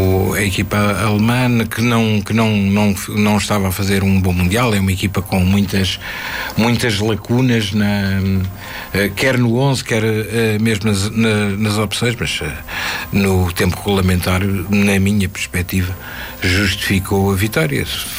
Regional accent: Portugal

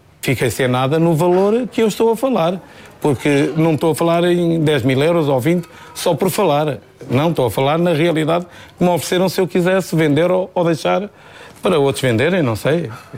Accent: Valença, Norte, Portugal; na minha terra toda a gente me conhece, em Valença de Minho

